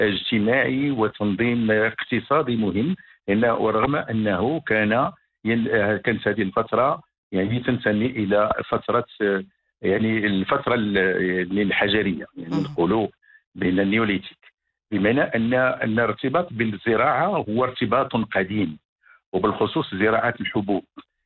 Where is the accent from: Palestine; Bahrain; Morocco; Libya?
Morocco; عندنا في المغرب